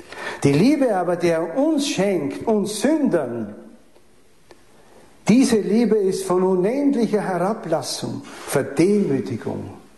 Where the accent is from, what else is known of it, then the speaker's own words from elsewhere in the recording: Styria, Austria; also als Steirer, wissen Sie, das ist ja unglaublich